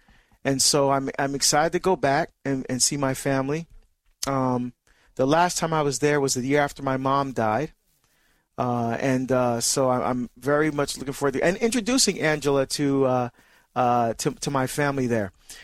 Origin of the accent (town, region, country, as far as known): Barbados; moved away